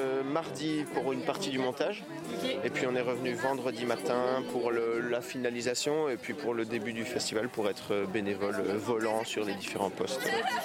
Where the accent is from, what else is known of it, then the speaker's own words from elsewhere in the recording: Belgium; je suis aussi de Belgique